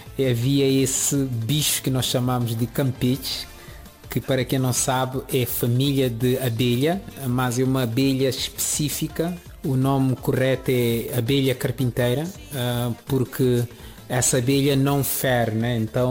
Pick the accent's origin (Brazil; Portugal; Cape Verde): Cape Verde; lembrando quando eu era criança, a infância em Cabo Verde